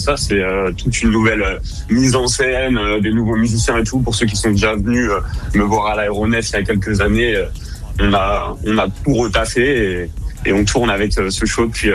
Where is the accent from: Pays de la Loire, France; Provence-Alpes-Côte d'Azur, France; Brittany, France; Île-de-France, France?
Brittany, France; Rennes; Enfin, je suis originaire de Rennes, donc c'est aussi là où il y a les plus grosses ambiances en concert et tout.